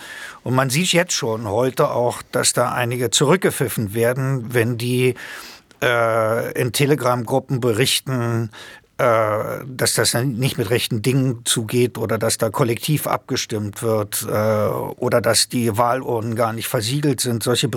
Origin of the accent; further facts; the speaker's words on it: Germany; ich bin in der DDR groß geworden